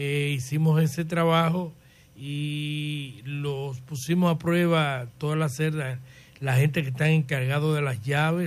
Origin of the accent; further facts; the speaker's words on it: Dominican Republic; nosotros somos una islita más pequeña, media isla.